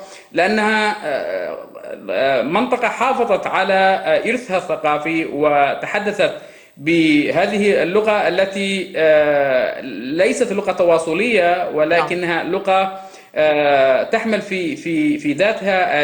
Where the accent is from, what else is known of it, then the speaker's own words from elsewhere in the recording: Dhofar, Oman; first language Shehri (Jibbali); Arabic is a second language; أنا كمتحدث لهذه اللغة، اللغة الشحرية، أنا تعلمت اللغة العربية في المدرسة لما كان عمري 6 سنوات، وأمي ووالدي لا يتحدثون العربية،